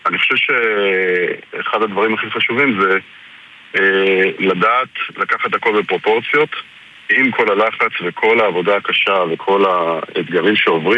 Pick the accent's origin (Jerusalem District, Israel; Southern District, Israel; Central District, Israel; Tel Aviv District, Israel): Southern District, Israel; also born or lived in Krayot (Haifa area); בגיל צעיר אנחנו עברנו מהקריות לדרום, אז קצת גדלתי יותר במדבר